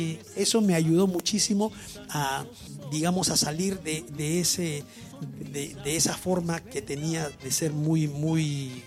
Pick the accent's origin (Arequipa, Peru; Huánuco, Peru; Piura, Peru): Piura, Peru; moved away; Lo que pasa es de que yo vengo de Piura en el año 81 y pues como todo provinciano, tímido, me gustaba cantar, me gustaba bailar. Ya venía de Piura siendo campeón nacional de marinera y de tondero en el Club Grau de Piura.